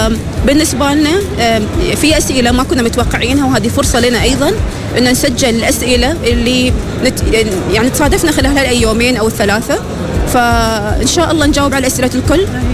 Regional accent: Oman; accent: Omani; إحنا كعمانيات

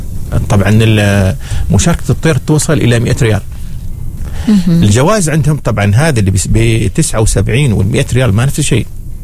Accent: Oman; احنا ما شاء الله عندنا في عمان

